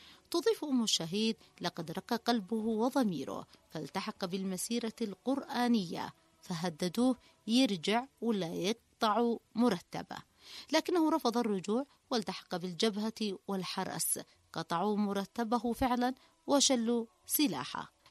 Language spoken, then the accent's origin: Arabic; Yemen; بلادنا اليمن